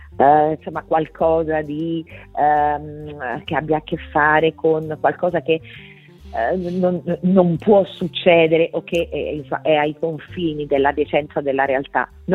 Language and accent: Italian; Agnone, Molise, Italy; now in Rome, Italy; potrebbe essere Agnone, non lo so, parlo del mio paese di origine